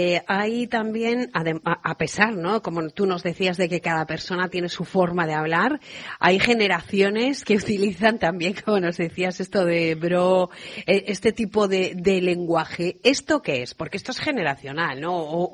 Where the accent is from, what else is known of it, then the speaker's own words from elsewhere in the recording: Castile, Spain; born there; now in Galicia, Spain; soy castellana de nacimiento, aunque gallega de adopción y de corazón